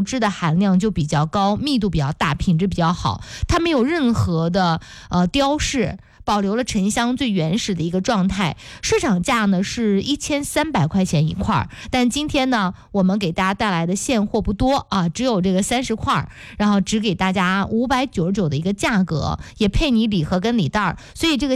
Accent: China; 其实我们中国人对一个最美好的祝愿，对一个人哈，就是平安

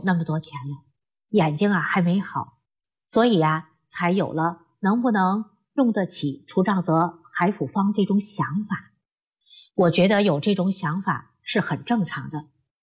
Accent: Xinjiang, China; 那我呢，从小在新疆长大，我和淳朴善良的维族人民一起生活了几十年

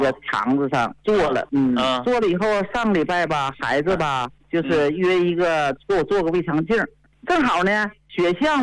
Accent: Shenyang, Liaoning, China; 我家是沈阳的。

